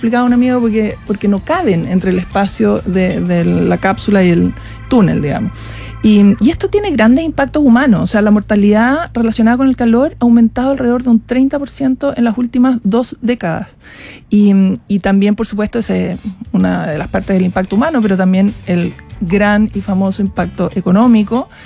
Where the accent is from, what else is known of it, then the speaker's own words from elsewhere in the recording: Chile; yo llegué como buena chilena pensando que son exagerados, 30 grados no es para tanto